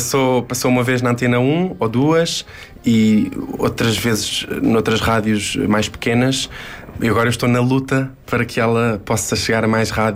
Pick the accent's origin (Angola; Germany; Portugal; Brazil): Portugal; Figueira da Foz, Centro; um amigo meu da Figueira da Foz, que é a minha cidade natal